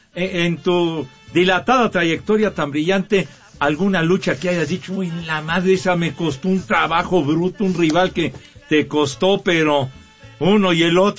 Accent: Iztapalapa, Mexico City, Mexico; Charro, yo soy de Iztapalapa.

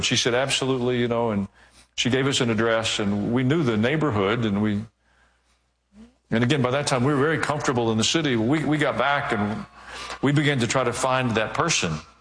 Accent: the South, United States; born or raised there

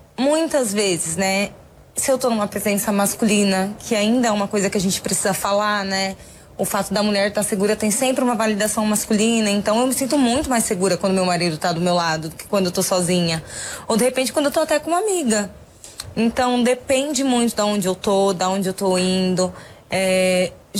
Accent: São Paulo, Brazil; Não, gente, mas não, porque eu sou de São Paulo, né?

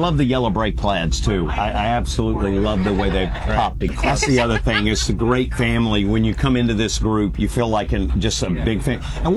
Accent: United States; Doesn't sound like Alabama or Georgia, where I'm from.

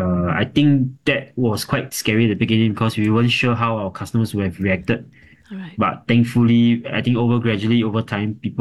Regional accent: Singapore; moved away as an adult; also born or lived in Kyoto; As a Singaporean

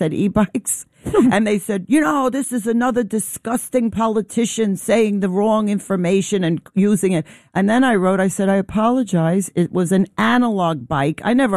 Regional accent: Brooklyn, New York, United States; born there; I love it. I love that I was born in Brooklyn.

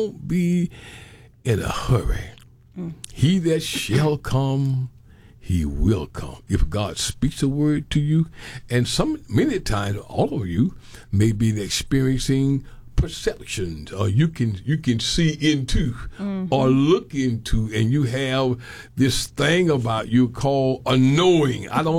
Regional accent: Florida, United States; moved away; I'm from Florida.

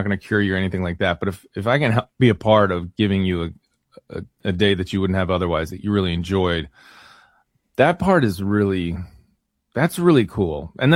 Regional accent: Philadelphia, Pennsylvania, United States; I mean, I'm from Philly. I don't try to play like the I'm Irish thing

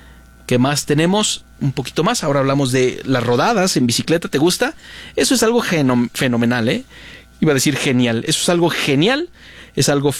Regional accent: Morelia, Michoacán, Mexico; a los que somos de Morelia, a los que vivimos en Morelia

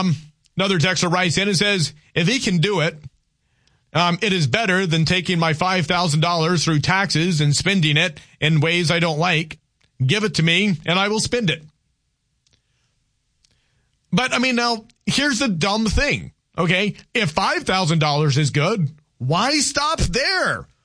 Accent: Louisiana, United States; I am a Cajun, okay? I mean, the heat here doesn't really compare.

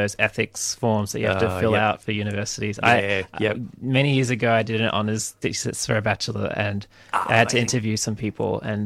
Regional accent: Sydney, New South Wales, Australia; a good example, because I'm from Sydney, is Redfern.

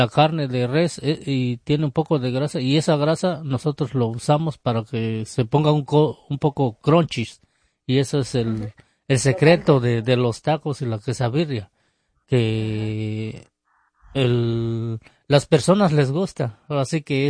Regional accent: San Antonio de la Cal, Oaxaca, Mexico; now in United States; yo soy de San Antonio de la Cal. Una tierra, digamos, que todas las mujeres ahí se dedican a hacer las clayudas. Ahí es la cuna de las clayudas.

